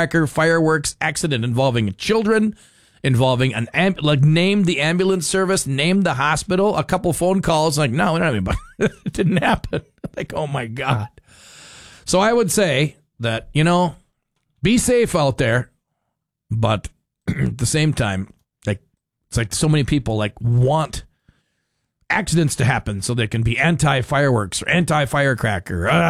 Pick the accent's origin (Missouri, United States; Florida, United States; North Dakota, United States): North Dakota, United States; Fargo; Luckily, I was from the area. I was from Fargo, had a place on the lake for years, so I knew the area.